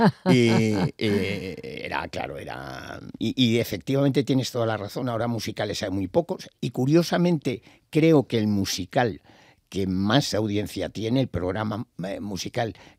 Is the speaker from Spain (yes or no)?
yes; Madrid, Community of Madrid, Spain; born there; nací en Madrid y me considero madrileño.